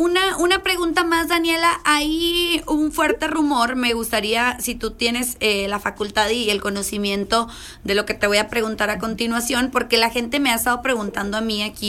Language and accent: Spanish; Mexico